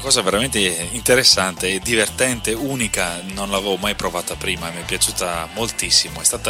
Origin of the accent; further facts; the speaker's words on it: Polesella, Veneto, Italy; now in Padua, Italy; Io sono originario di Rovigo, cioè di Polesella, in provincia di Rovigo.